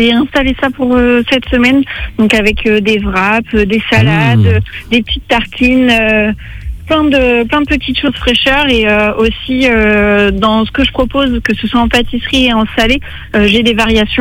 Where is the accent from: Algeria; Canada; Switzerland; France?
France; Auvergne-Rhône-Alpes; moved away as an adult; now in Saint-Jean-de-Monts, France; je viens de la région Rhône-Alpes et j'ai décidé de changer de vie l'année dernière et de troquer les montagnes pour l'océan et d'ouvrir du coup de coffee shop à Saint-Jean-de-Mont